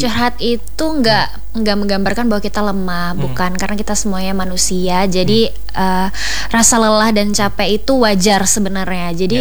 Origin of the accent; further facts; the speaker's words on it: Central Kalimantan, Indonesia; now in Palangka Raya, Indonesia; Kalau aku asli Kalimantan Tengah dan aku orang Dayak asli.